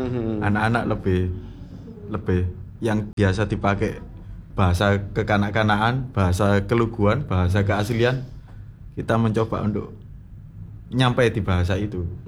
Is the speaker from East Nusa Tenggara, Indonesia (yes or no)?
no; East Java, Indonesia; Kita kan Jawa Arek tadi.